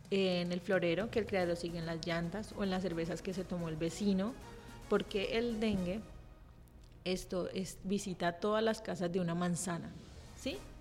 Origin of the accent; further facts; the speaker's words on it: Rivera, Huila, Colombia; yo soy de Rivera